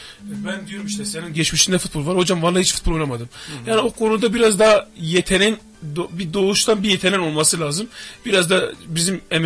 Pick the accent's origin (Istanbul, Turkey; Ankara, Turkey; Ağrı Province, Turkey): Ağrı Province, Turkey; Doğubayazıt; Keşke ben kendim Doğu Beyazlıyım. Ya yıllardır 20 yıldır spor yapmaya çalışmış bir sporun içindeyim.